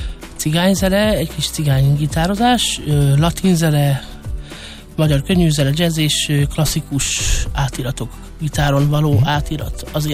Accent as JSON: {"language": "Hungarian", "country": "Hungary", "said": "való vagyunk, szóval Indiából jött, ugye, mert hát az indiai kultúra, meg maga a ma mi romák, magyar cigányok, háviházi muzsikus cigányok"}